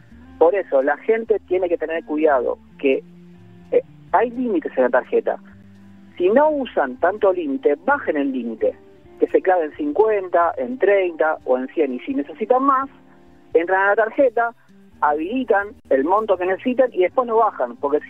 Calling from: Buenos Aires, Argentina; de Flores

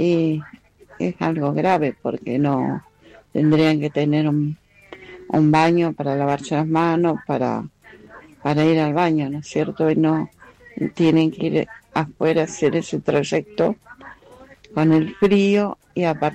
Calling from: Neuquén, Argentina; de Neuquén.

